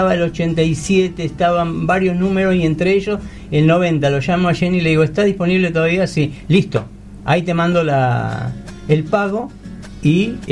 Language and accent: Spanish; Luis Guillón, Buenos Aires Province, Argentina; Yo vengo de Luis Guillón.